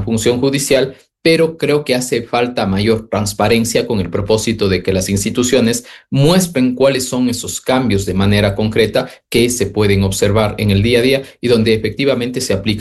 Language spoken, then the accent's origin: Spanish; Ecuador